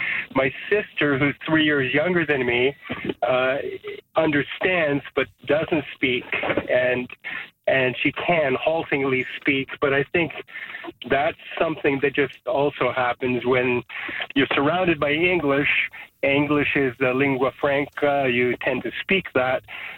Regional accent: Canada; born there; first language Serbo-Croatian; English is a second language; now in Grimsby, Canada; So I'm born in Canada. My parents were Serbian, born in Croatia. So Serbo-Croatian is my first language. I remember learning English when I was in around 3 years old.

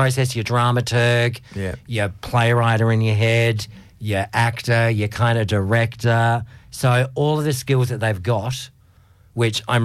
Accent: Tasmania, Australia; I grew up in Tasmania

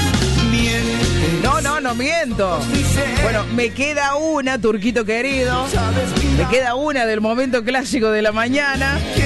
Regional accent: Argentina; No, hoy más que nunca soy argentino.

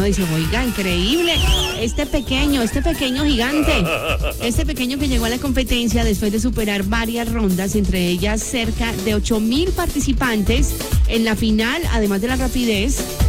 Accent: Colombia

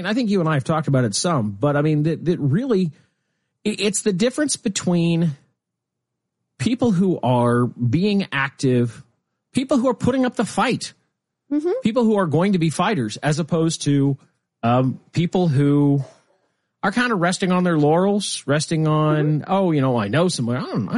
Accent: Lincoln, Nebraska, United States; It's Lincoln, my hometown.

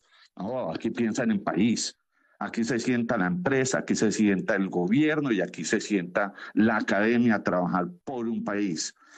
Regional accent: Colombia

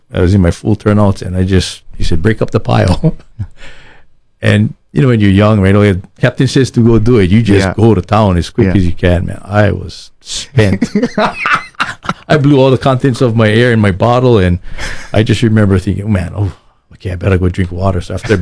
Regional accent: Maui, Hawaii, United States; I grew up on Maui, so we really didn't have that much contact with our fire department back then. I lived up in upcountry Maui

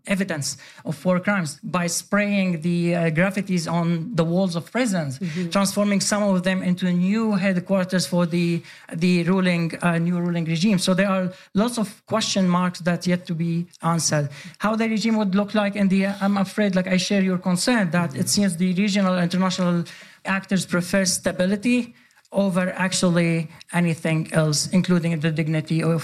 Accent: Sweden; Yeah, no, very appreciated because I grew up in Sweden.

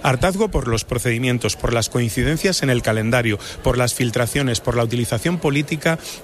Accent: Catalonia, Spain; Yo soy catalana como tú, pero ayer ya nos empapamos bien de la catedral.

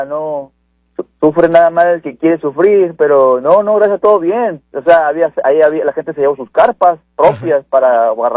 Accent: Mexico; Para todos los que somos mexicanos

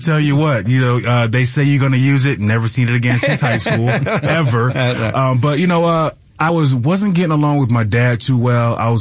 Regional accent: Rochester, New York, United States; being from the city, I'm from Rochester, New York

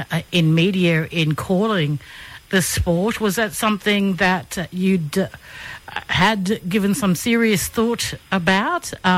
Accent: Queensland, Australia; being a Queensland girl

